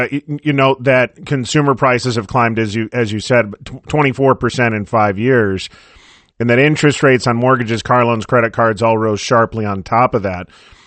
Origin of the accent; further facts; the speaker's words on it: Ottawa, Illinois, United States; $5 a gallon in my hometown of Ottawa, Illinois.